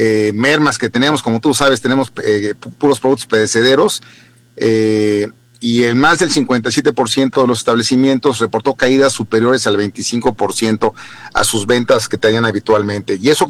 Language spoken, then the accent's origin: Spanish; Mexico; vamos avanzando bien como todo, y como buenos mexicanos todo lo dejamos hasta el último.